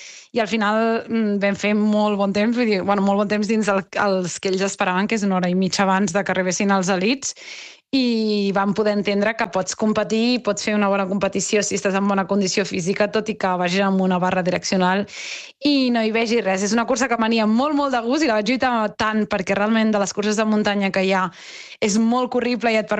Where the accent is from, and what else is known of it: Vilassar de Mar, Catalonia, Spain